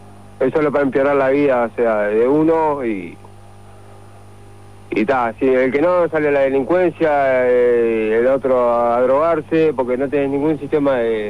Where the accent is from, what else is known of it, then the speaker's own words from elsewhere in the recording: Buenos Aires, Argentina; also born or lived in Montevideo, Uruguay; now in Uruguay; nací en Montevideo y me crié en Buenos Aires. Tengo familia en Buenos Aires y en Montevideo